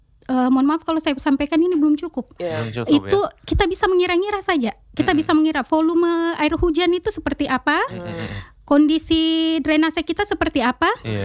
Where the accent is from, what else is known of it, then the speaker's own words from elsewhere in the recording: Kendari, Southeast Sulawesi, Indonesia; kita orang Kendari